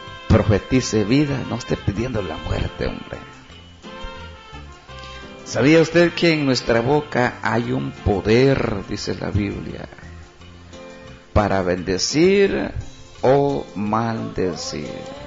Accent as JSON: {"language": "Spanish", "country": "Guatemala", "said": "yo creo que no copla como buen chapín, no decimos, no."}